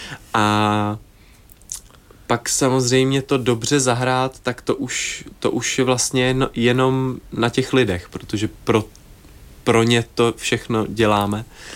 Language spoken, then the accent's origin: Czech; Havlíčkův Brod, Vysočina Region, Czechia; born or raised there